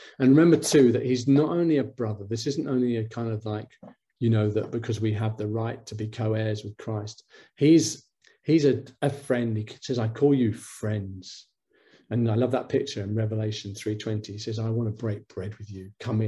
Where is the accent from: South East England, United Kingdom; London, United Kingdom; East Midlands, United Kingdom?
London, United Kingdom; I grew up in London. I still am a Londoner, but South London was a bit edgy when I was growing up, if you know what I mean.